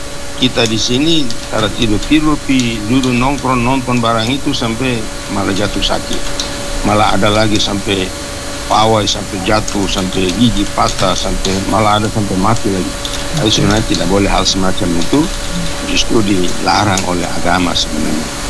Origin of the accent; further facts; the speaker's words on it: Tidore, North Maluku, Indonesia; di kampung saya juga Batobo lagi di, ada tiga tempat itu di Tomalowu ya.